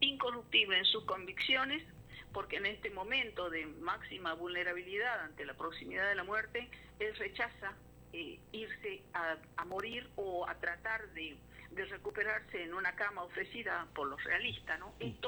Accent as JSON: {"language": "Spanish", "country": "Argentina"}